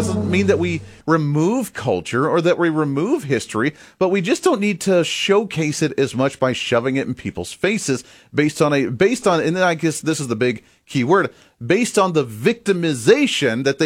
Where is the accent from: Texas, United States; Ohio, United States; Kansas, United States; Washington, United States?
Kansas, United States; I come from Kansas. That's how we were founded as a state, was to end slavery and separation.